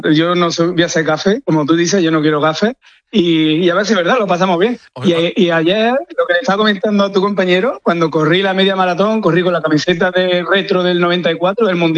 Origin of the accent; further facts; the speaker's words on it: Lucena, Andalusia, Spain; además soy paisano de Manolo Lama, soy de Lucena.